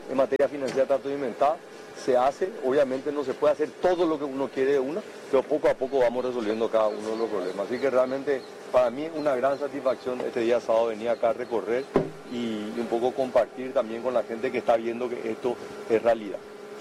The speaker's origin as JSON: {"language": "Spanish", "region": "Asunción", "country": "Paraguay", "tie": "born there", "said": "yo era un jovencito cuando se construyó, y yo soy de Campo Grande, de Trinidad."}